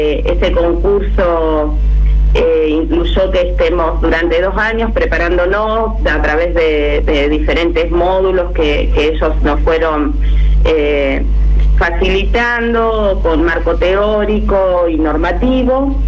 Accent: San José de la Esquina, Santa Fe, Argentina; also born or lived in Arteaga; yo soy de San José de la Esquina y Arteaga, y estoy entre las dos localidades.

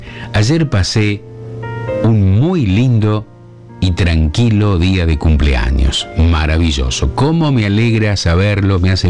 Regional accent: Arequito, Santa Fe, Argentina; Los Molinos, Arequito, mi pueblo, Los Nogales

